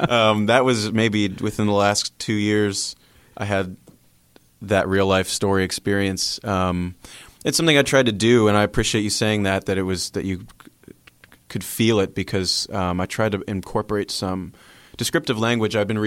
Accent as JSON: {"language": "English", "town": "Wexford", "region": "Pennsylvania", "country": "United States", "tie": "born or raised there", "also_born_or_lived": "Tacoma", "said": "I was born actually in Tacoma, Washington, but I don't remember anything about it because we moved over to Pittsburgh when I was pretty young. I want to say a couple years old. So I grew up in the Wexford area"}